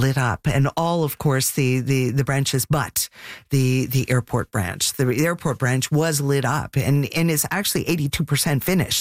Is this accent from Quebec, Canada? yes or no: yes; Montreal, Quebec, Canada; When I was growing up in the West Island, was starved for transportation.